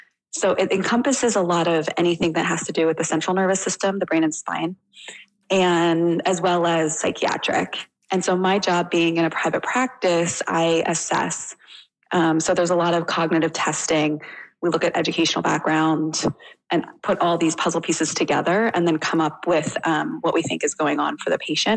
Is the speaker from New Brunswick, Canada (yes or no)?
yes; Fredericton, New Brunswick, Canada; moved away as an adult; also born or lived in Haynesville; now in Boston, United States; I absolutely loved growing up in Fredericton. I love the small town feel